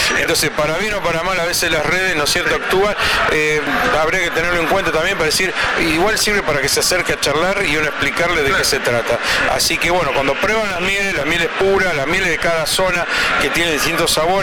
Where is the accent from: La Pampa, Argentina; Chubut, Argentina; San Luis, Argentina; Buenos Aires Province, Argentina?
Chubut, Argentina; Rawson; Nosotros somos de Rawson, del Valle Inferior del Río Chubut